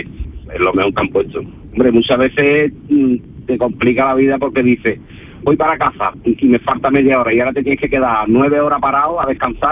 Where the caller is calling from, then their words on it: Jerez de la Frontera, Andalusia, Spain; yo soy de Jerez de la Frontera, sí. De Cádiz, de aquí.